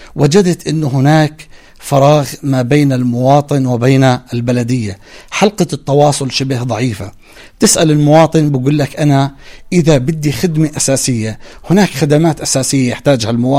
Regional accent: Jordan; أنا كمواطن أردني

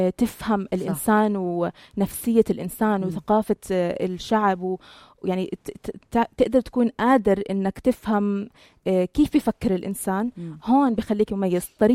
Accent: Jordan; إحنا كأردنيين

